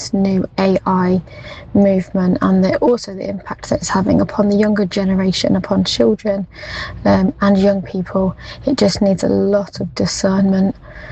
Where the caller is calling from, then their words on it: Coventry, West Midlands, United Kingdom; from Coventry.